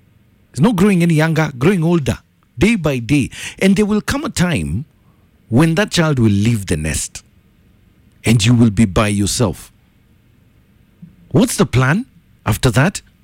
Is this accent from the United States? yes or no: no; Kenya; Let me tell you as a Kenyan man.